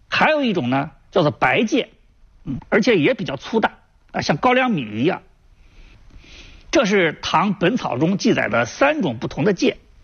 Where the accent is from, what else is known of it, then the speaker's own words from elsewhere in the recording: China; 我们中国人